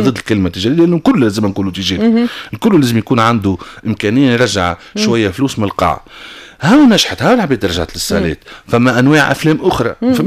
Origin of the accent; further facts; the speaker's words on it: Tunisia; انا تونسي ونحب البلاد هذيا